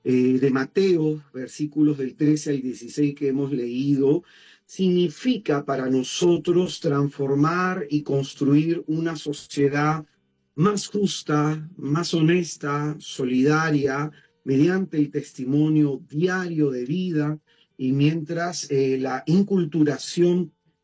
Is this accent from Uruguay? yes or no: no; Peru; uno como peruano